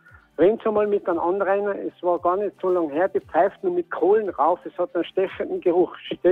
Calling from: Hall in Tirol, Tyrol, Austria; Ich bin aus Tirol, aus Hall.

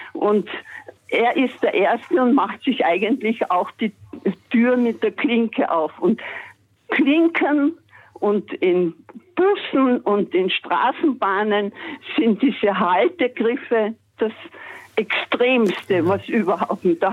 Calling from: Salzburg, Austria; Ich rufe aus Salzburg an.

